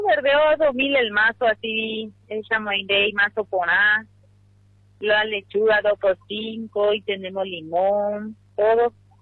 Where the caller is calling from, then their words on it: Paraguay; yo soy que paraguayo.